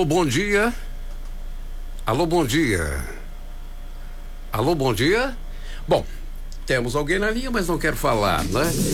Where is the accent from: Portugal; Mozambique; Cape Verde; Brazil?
Brazil; Juiz de Fora, Minas Gerais; born there; cada Mussungê é grama, verdade, onde eu nasci, era Mussungê, é isso mesmo.